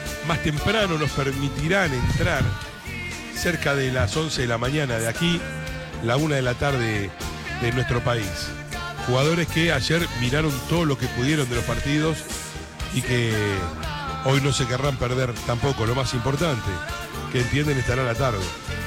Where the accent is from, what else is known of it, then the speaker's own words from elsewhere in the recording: Argentina; hay argentinos que no queremos que Brasil gane